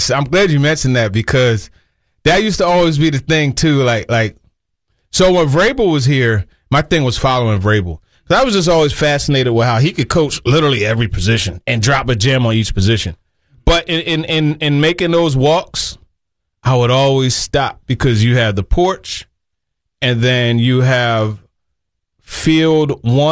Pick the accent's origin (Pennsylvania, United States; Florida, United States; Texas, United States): Pennsylvania, United States; Philadelphia; He found out I'm from Philly in the Philly area.